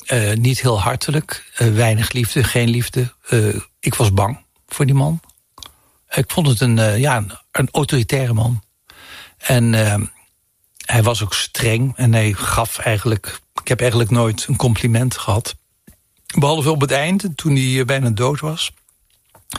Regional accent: Heerlen, Limburg, Netherlands; moved away; Ik kom uit Zuid-Limburg, uit Heerlen.

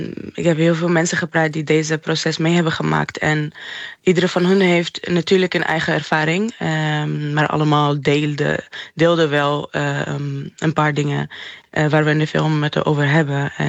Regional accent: Syria; mijn thuisland was in 2024. En daar toen kon ik natuurlijk niet naar Syrië.

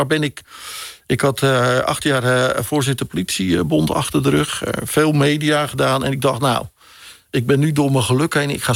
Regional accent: Vlaardingen, South Holland, Netherlands; Ik ben geboren en getogen in Vlaardingen.

